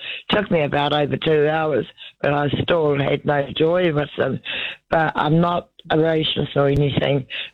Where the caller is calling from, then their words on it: Lower Hutt, Wellington, New Zealand; Lower Hutt, North Island, New Zealand.